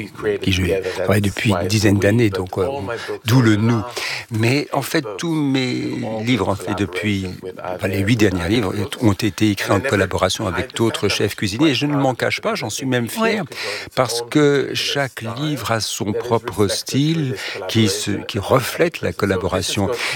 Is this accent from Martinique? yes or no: no; Jerusalem, Jerusalem District, Israel; Parce que j'ai grandi à Jérusalem et chaque culture avait sa propre tradition, sa propre recette de kefta, de boulettes.